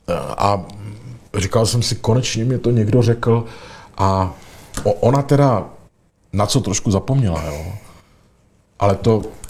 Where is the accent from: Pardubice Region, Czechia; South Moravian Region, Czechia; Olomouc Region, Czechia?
South Moravian Region, Czechia; Tišnov; born there; also born or lived in Brno; já jsem se narodil v Brně. Tam mě pak přivezli.